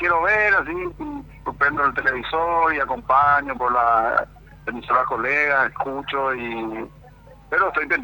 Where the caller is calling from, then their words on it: Asunción, Paraguay; yo estoy en Villamorra, estoy en mi trabajo